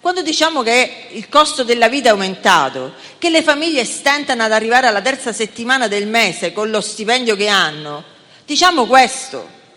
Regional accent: Sicily, Italy; Io sono un'isolana, sono siciliana

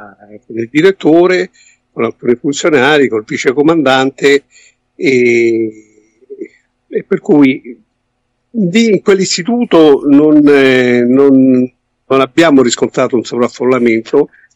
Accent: Rome, Lazio, Italy; sono di Roma e mi rimane abbastanza agevole visitare questi due istituti.

